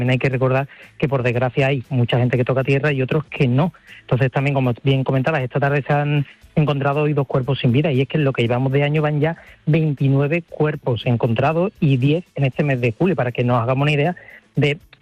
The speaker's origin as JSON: {"language": "Spanish", "town": "Seville", "region": "Andalusia", "country": "Spain", "said": "yo no soy de Ceuta y yo soy de Sevilla y a mí el tema de la humedad me ha sorprendido"}